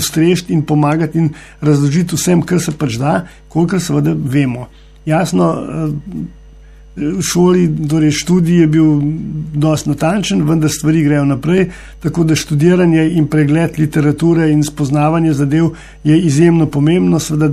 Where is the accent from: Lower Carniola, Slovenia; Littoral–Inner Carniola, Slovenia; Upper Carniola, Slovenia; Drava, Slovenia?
Lower Carniola, Slovenia; smo Dolenjci